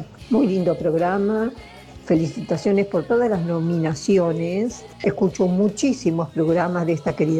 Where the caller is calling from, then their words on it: Claypole, Buenos Aires Province, Argentina; Vivo en Don Orione, Claypole